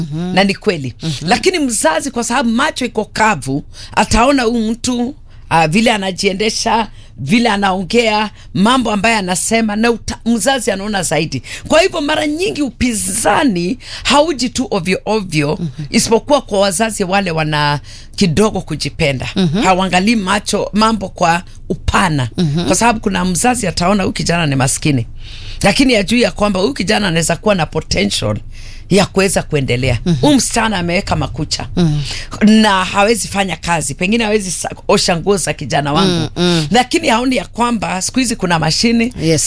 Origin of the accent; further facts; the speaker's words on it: Kitale, Trans-Nzoia County, Kenya; hasa kule kwetu Kitale.